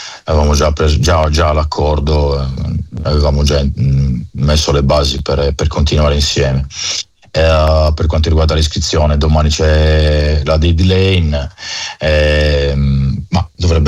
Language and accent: Italian; Sardinia, Italy; Noi dobbiamo essere orgogliosi come sardi